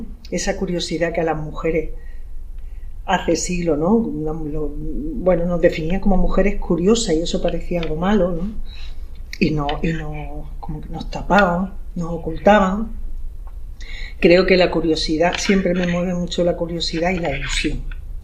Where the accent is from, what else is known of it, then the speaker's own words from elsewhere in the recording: Melilla, Spain; Melilla, soy de Melilla.